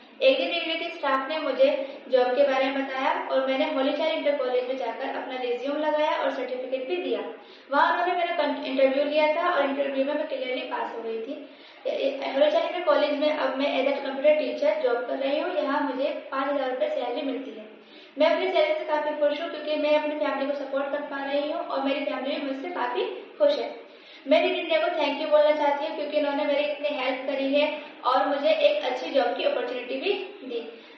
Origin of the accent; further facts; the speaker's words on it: Uttar Pradesh, India; मैं बी ए first year में हूँ और मैं पीडब्ल्यूडी कॉलोनी मधुबनी टोला नागपुर उत्तर प्रदेश की रहने वाली हूँ.